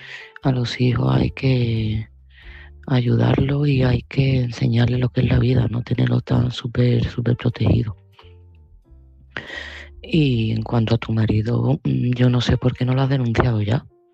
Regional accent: Seville, Andalusia, Spain; de Sevilla y este mensaje va para Ana.

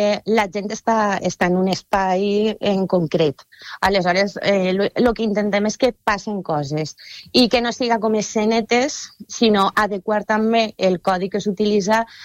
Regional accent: Gandia, Valencian Community, Spain; Esa il·lusió que a mi com a gandiana me fa l'inici de la Fira i Festes

